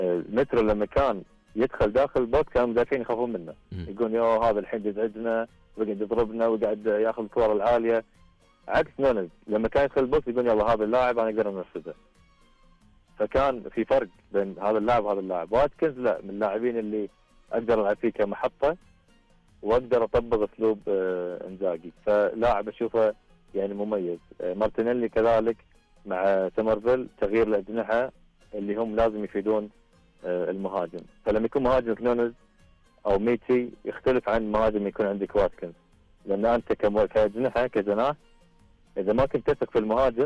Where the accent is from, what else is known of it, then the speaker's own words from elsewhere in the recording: Kuwait; أصلا حتى عندنا هنا في الكويت منقسمين لخاصة الثلاث أندية